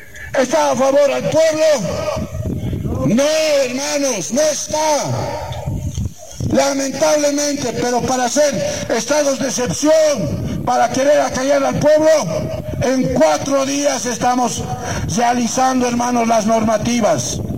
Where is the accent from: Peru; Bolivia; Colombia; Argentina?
Bolivia; Todos somos bolivianos. Somos un Estado plurinacional de Bolivia.